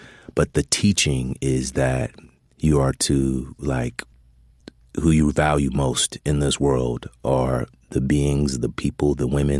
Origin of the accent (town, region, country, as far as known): California, United States; born or raised there